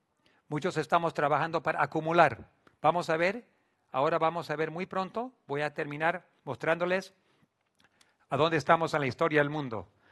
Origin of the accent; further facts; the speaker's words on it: Bolivia; Me hace casi llorar de alegría que mis padres me criaron aquí en Bolivia para poder aprender el español. Siendo boliviano, yo y mi esposa amamos este país